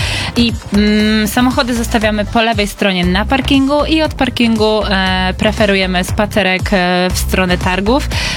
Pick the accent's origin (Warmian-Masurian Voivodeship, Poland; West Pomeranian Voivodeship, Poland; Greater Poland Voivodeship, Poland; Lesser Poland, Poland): Warmian-Masurian Voivodeship, Poland; Olsztyn; also born or lived in Warsaw; u nas w Olsztynie